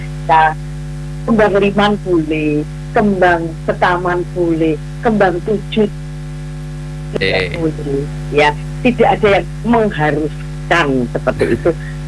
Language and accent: Indonesian; Java, Indonesia; Bureh kalau kita orang Jawa itu kan di dipurehkan ya, ditaruh di badan, dipureh-purehkan gitu.